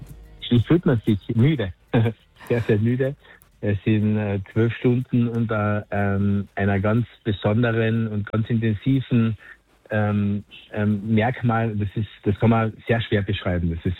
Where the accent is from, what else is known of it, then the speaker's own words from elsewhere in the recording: Klagenfurt, Carinthia, Austria; für mich als Klagenfurter noch dazu